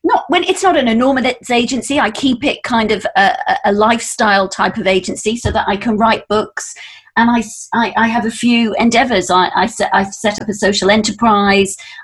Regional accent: North West England, United Kingdom; moved away as an adult; now in London, United Kingdom; And I came from Lancashire to London to work for Saatchi's back in the early 90s, actually.

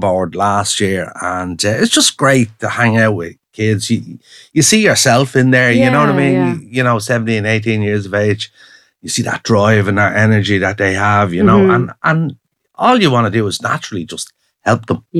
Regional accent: Finglas, Leinster, Ireland; Originally, we were all from Finglas. We are from Finglas.

